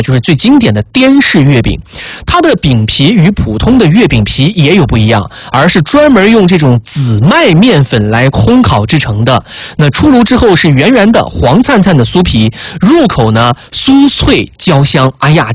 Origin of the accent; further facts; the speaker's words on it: Sichuan, China; 作为咱们四川人的这个好这一口的人来说啊